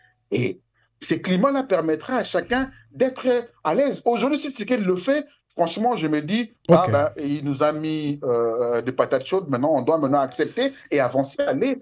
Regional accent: Sankuru, DR Congo; Moi qui vous parle, je suis un Congolais. Je suis une partie du Sankuru et une partie de l'Est du pays. Je suis de là et de l'autre côté un peu Swahili.

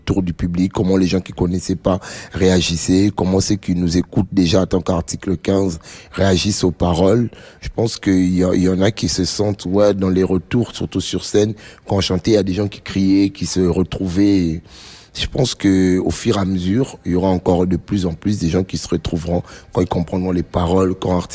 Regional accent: Kinshasa, DR Congo; moved away as an adult; now in France; Ça fait que 4 ou 5 ans que j'habite en France. J'ai toujours vécu à Kinshasa

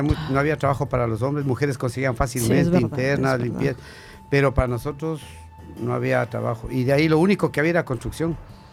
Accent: Quito, Pichincha, Ecuador; moved away as an adult; now in Belgium; Sí, vengo de Quito, tengo ya mucho tiempo aquí. Tuve la oportunidad de viajar acá a Bélgica hace años porque tengo una hermana que ya vivía aquí.

